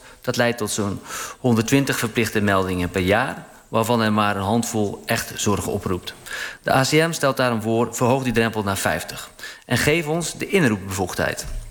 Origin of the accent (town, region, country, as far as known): Netherlands